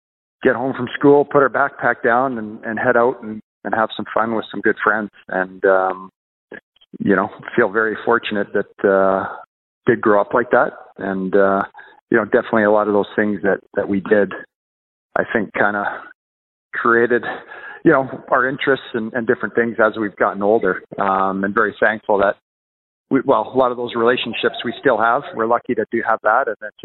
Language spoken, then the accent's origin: English; Cranbrook, British Columbia, Canada; also born or lived in Edmonton / Cassiar; I was born in Edmonton, went back to Cassiar. We lived there probably until I was about 3 years old and then moved to Cranbrook at that point.